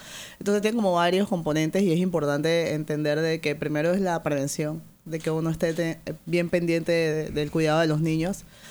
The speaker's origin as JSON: {"language": "Spanish", "region": "Colón", "country": "Panama", "said": "Sí, yo soy de Colón."}